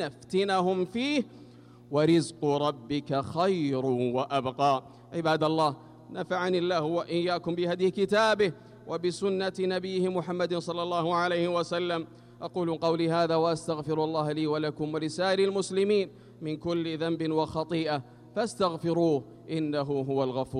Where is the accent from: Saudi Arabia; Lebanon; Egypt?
Saudi Arabia